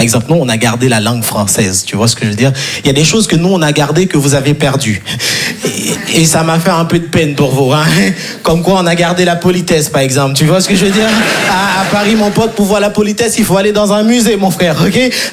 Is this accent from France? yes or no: no; Haiti; Moi, je viens de Haïti. Est-ce que par applaudissement, tout le monde voit ce que c'est Haïti?